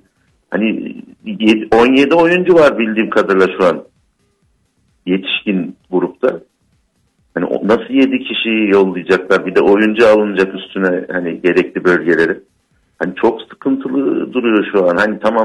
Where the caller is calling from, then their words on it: Ankara, Turkey; Ankara'dan arıyorum